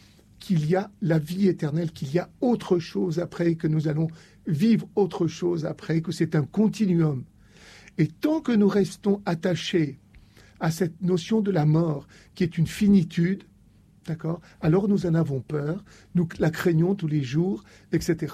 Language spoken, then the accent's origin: French; Oran, Oran Province, Algeria; born there; Je suis né à Oran.